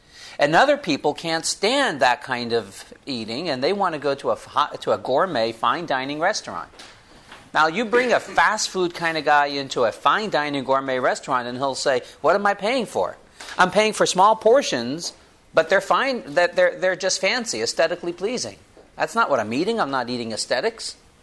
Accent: Boston, Massachusetts, United States; I'm from Boston.

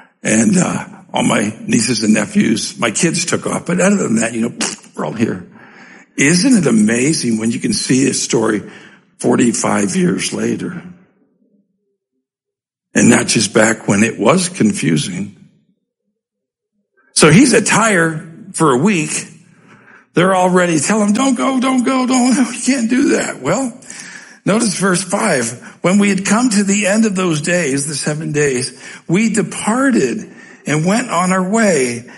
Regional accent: Denver, Colorado, United States; So here I come from Denver, Colorado. In Denver, Colorado, I am a mountain man.

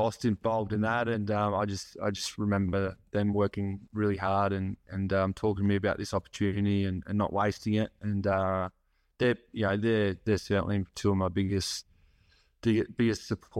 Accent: Yarrawonga, Victoria, Australia; Growing up in Yarrawonga, it was a really small country town, especially when I grew up in the 90s, and only, a town of 2,000 people.

